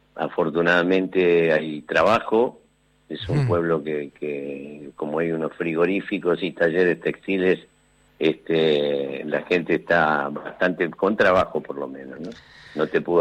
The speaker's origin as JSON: {"language": "Spanish", "town": "Quilmes", "region": "Buenos Aires Province", "country": "Argentina", "tie": "born or raised there", "also_born_or_lived": "Capitán Sarmiento", "said": "de donde yo viví de chico, después cuando me crié acá, cerca de Quilmes, en Don Bosco"}